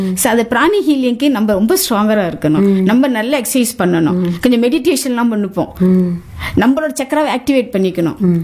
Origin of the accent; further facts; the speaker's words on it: Tamil Nadu, India; born there; moved away; நான் வந்து தமிழ்நாடு பொண்ணு, ஆக்சுவலி தமிழ்நாட்டில் தானே நாங்கள் பிறந்தோம்